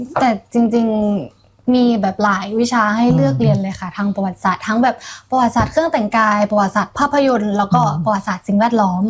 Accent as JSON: {"language": "Thai", "region": "Phrae", "country": "Thailand", "tie": "born or raised there", "lives_now": "Bangkok, Thailand", "said": "โตที่แพร่ค่ะ"}